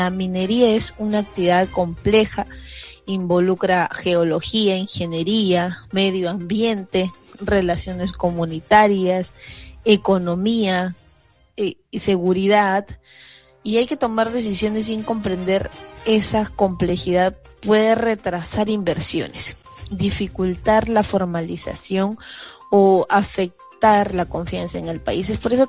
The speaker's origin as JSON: {"language": "Spanish", "country": "Peru"}